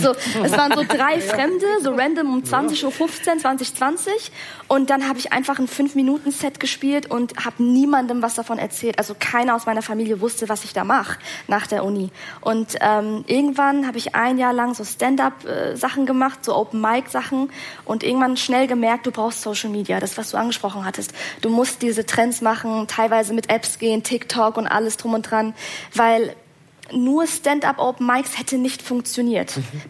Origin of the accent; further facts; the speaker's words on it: Hesse, Germany; accent: Hessian; Und ich find's auch so witzig, wie ich damals für meinen hessischen Dialekt so schon hardcore rassistisch im Netz beleidigt wurde